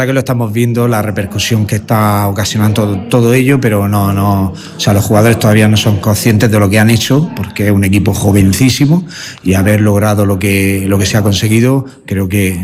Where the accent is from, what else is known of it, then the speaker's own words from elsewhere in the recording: Region of Murcia, Spain; yo soy murciano